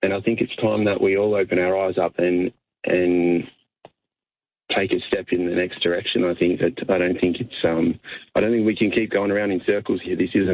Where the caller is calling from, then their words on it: Ballarat, Victoria, Australia; Good morning, Australia, from Ballarat.